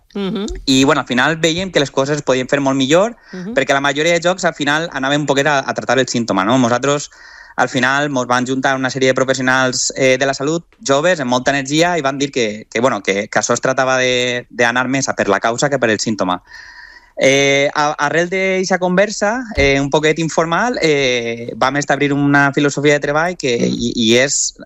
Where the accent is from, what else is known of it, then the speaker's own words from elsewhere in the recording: Valencian Community, Spain; Com a bon valencià que sóc, per a mi és un plaer estar amb vosaltres